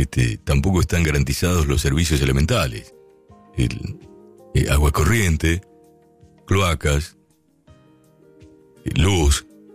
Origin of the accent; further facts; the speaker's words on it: Argentina; absolutamente todos los argentinos y aquellos que no lo son, pero que vinieron a buscar una posibilidad en mi país